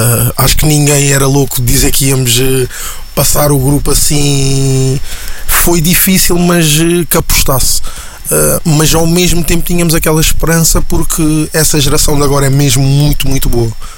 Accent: Cape Verde

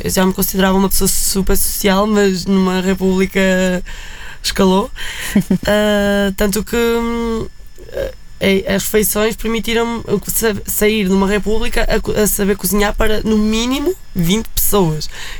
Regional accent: Carrazeda de Ansiães, Norte, Portugal; moved away as an adult; now in Coimbra, Portugal; E eu sou de Carraseda de Anciães, Transmontana

